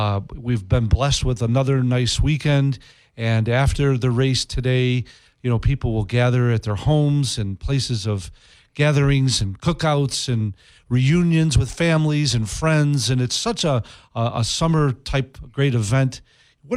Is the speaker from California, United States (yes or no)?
no; Utica, New York, United States; And when I said upstate New York and got more specific about the Utica and the Mohawk Valley